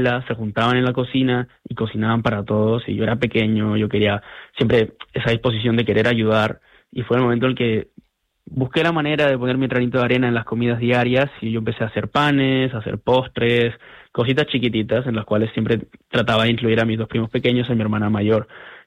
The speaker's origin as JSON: {"language": "Spanish", "country": "Peru", "said": "Yo soy peruano."}